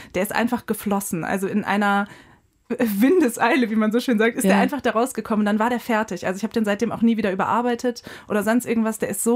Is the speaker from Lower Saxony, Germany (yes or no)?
yes; Achim, Lower Saxony, Germany; Aber ich bin auf dem Land in Baden groß geworden, also ein Vorort von Achim, zusammen mit meiner Schwester.